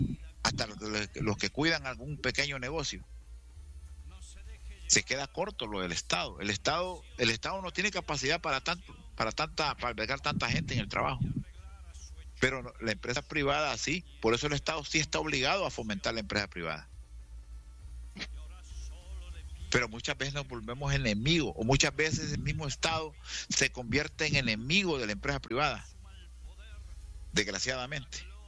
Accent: Honduras

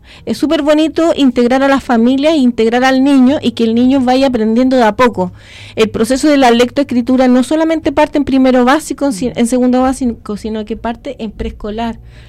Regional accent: San Vicente, O'Higgins, Chile; moved away as an adult; also born or lived in Temuco; soy de San Vicente, pero mi recorrido fue en el sur, en Temuco. Y aquí volví nuevamente porque la tierra tira, me dijo un profesor, la tierra tira, y llegué hace 2 años

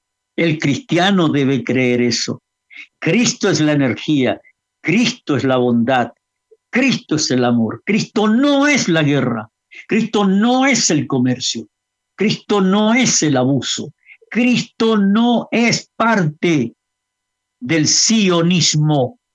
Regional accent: Chile; yo pertenezco como chileno, como sudamericano, como latinoamericano.

